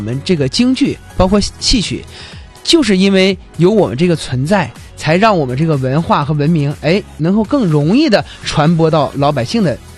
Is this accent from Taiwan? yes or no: no; China